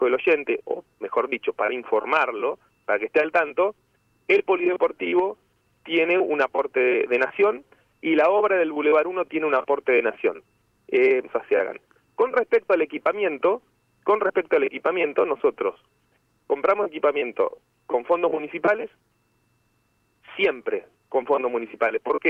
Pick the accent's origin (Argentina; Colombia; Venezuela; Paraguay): Argentina; Buenos Aires Province; somos bonaerenses